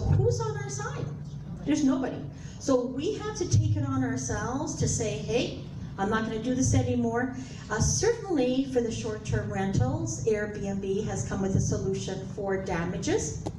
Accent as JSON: {"language": "English", "town": "Niagara-on-the-Lake", "region": "Ontario", "country": "Canada", "said": "I have fought many things in the Niagara region. I'm from Niagara Lake."}